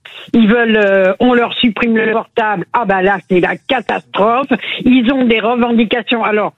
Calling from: Béziers, Occitanie, France; moi je suis à Béziers

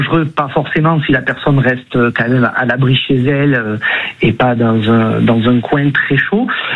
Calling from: Alès, Occitanie, France; Moi, je suis sur le bassin d'Alès, dans le nord du Gard, au pied des Cévennes.

